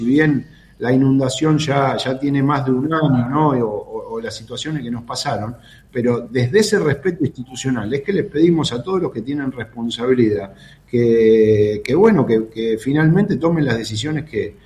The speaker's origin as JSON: {"language": "Spanish", "town": "Bahía Blanca", "region": "Buenos Aires Province", "country": "Argentina", "said": "somos de Bahía"}